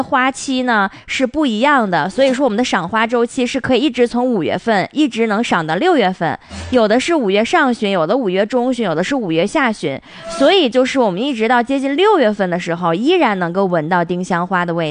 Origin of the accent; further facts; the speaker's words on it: Northeast China, China; 咱们东北人